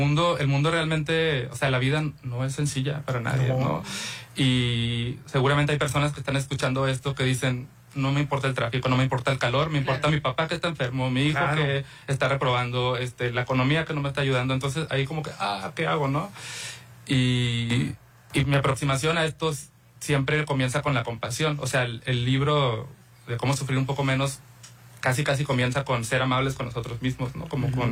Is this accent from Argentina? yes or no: no; Mexicali, Baja California, Mexico; Yo soy de Mexicali.